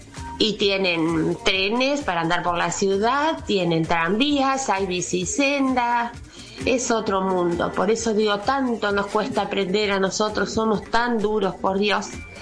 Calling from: Ranchos, Buenos Aires Province, Argentina; les contaba con respecto al tránsito que no aprendemos más, ni en la ciudad, ni en la provincia. En nuestro pueblo igual es un desastre.

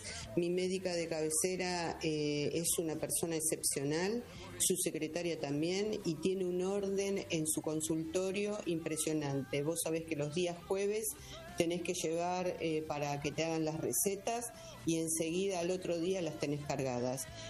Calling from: Mar del Plata, Buenos Aires Province, Argentina; de Mar del Plata.

